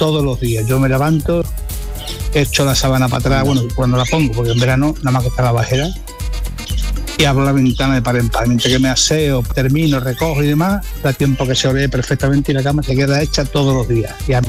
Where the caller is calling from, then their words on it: Dos Hermanas, Andalusia, Spain; de Dos Hermanas.